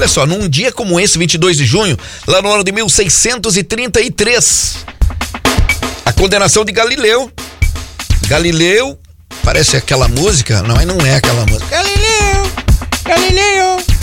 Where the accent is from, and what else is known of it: Brazil